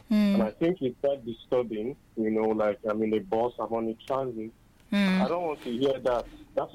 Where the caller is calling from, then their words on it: Enugu, Enugu State, Nigeria; I'm calling from Enugu.